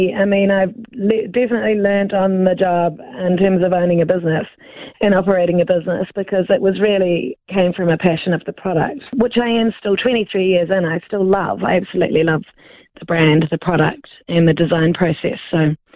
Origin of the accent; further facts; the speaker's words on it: New Zealand; love of being a New Zealander